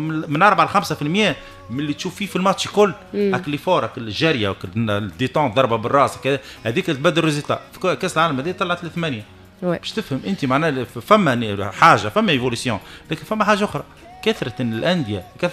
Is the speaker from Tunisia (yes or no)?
yes; Tunisia; احنا هنا احنا في تونس